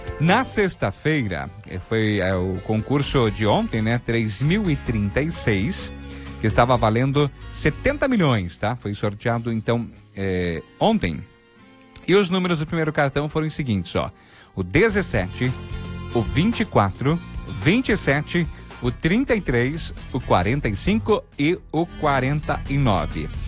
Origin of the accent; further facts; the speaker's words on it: Brazil; somos brasileiros